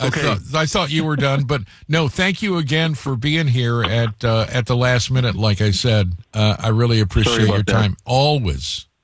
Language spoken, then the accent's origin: English; Iowa, United States; born there; Well, you know, I was born in Iowa, and I think Nebraska should have them. I don't want them in my Hawkeye state.